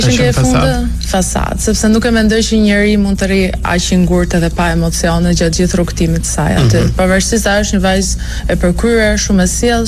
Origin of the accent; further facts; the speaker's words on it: Durrës, Durrës County, Albania; Unë jam nga Durrësi, por më origjinë jam Çame.